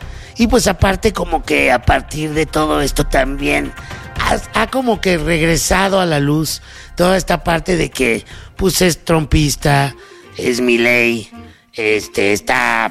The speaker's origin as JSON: {"language": "Spanish", "country": "Mexico", "said": "sabemos que acá en México los más haters somos los mexicanos"}